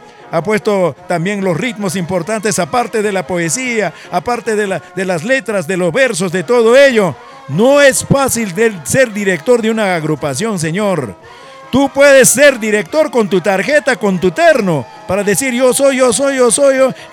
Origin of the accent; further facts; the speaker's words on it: Peru; now in Lima, Peru; yo les cuento un poco de mi tierra de Collahuasi. Yo cuando llegué a Lima